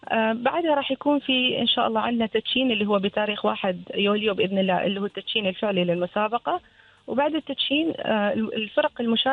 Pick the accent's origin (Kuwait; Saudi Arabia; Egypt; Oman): Oman; احنا عندنا في عمان